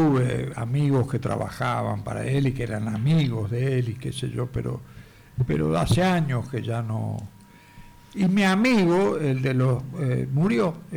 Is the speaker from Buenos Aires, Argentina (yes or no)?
no; Córdoba, Argentina; born there